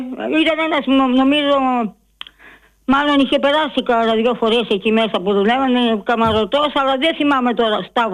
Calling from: Agrinio, West Greece, Greece; είμαι από το Αγρίνιο και εκεί βάζαμε καπλά.

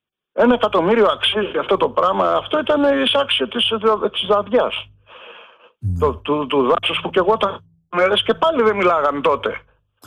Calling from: Central Greece, Greece; από την Εύβοια σε περνώ.

